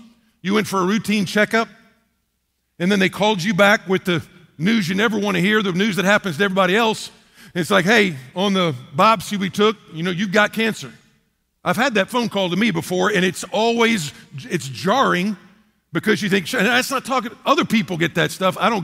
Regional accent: Texas, United States; moved away as an adult; also born or lived in Western North Carolina; growing up in Texas, going to school in Lubbock and Fort Worth, et cetera

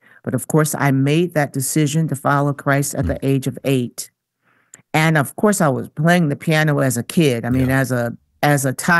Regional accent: Jackson, Michigan, United States; moved away as an adult; And my hometown is Jackson, Michigan.

